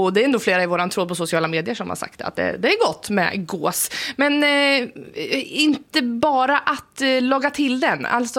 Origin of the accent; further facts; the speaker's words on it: Grytgöl, Östergötland, Sweden; Åh, vad de flög över fältet när jag växte upp i Grytgöl där.